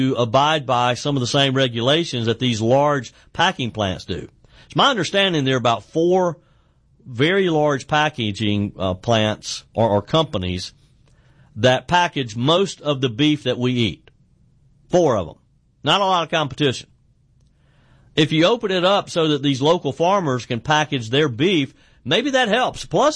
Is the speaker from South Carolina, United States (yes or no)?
yes; South Carolina, United States; say in my home state of the upstate of South Car